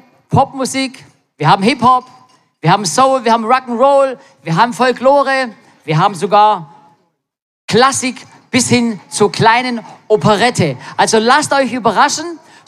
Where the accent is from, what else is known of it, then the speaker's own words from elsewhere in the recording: Stuttgart, Baden-Württemberg, Germany; ich komme aus dem Raum Stuttgart.